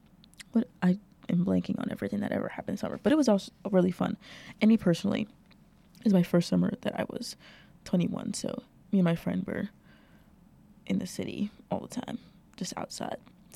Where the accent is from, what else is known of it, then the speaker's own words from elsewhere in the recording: New York City, New York, United States; I'm from Brooklyn